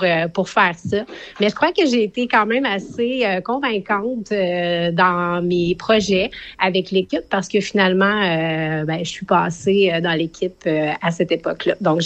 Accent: Quebec, Canada; now in Rawdon, Canada; moi, je suis gaspésienne d'origine et je suis déménagée à Rawdon.

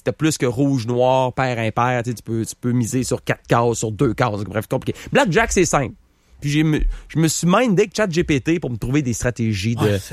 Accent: Quebec City, Quebec, Canada; je viens du Canada, je viens de Québec.

